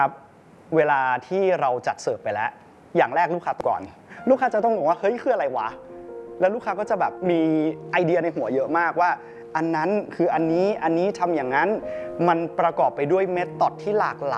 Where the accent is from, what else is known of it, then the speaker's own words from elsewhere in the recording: Chiang Mai, Thailand; เป็นคนเชียงใหม่โดยแท้จริงแล้วเราเติบโตมาในบ้านเมืองเชียงใหม่